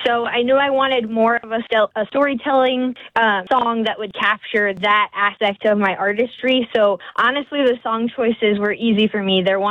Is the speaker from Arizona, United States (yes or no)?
yes; Tucson, Arizona, United States; No, I mean, the getting started in Tucson started so young. I was 5 with Kids Unlimited. And then, you know, my amazing music teachers growing up in the Marana School District